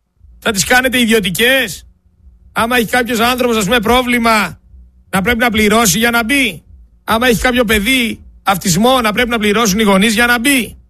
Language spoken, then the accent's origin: Greek; Greece; Εγώ είμαι Έλληνας πατριώτης.